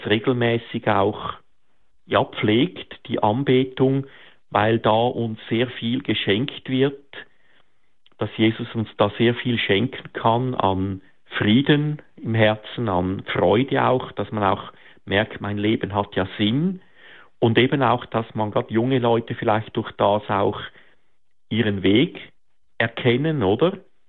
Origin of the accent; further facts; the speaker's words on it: Rapperswil-Jona, St. Gallen, Switzerland; moved away; also ich bin aufgewachsen am Zürichsee in Rapperswil-Jona